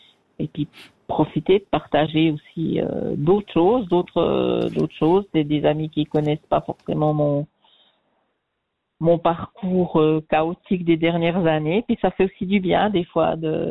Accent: Switzerland; moved away as an adult; ben quand je suis partie de Suisse il y a 3 ans

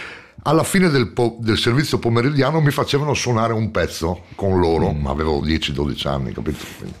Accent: Osopo, Friuli-Venezia Giulia, Italy; Poi ho avuto verso i 6-7 anni mi ero iscritto a questa scuola di musica nel mio paese, Osopo, un paese di 2800 abitanti all'epoca.

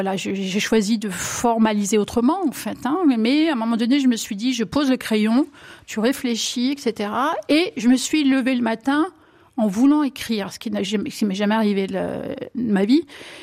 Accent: Grand Est, France; born there

